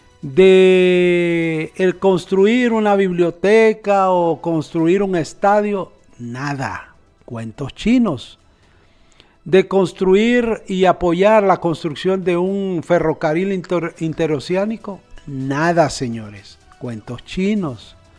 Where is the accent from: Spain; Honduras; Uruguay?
Honduras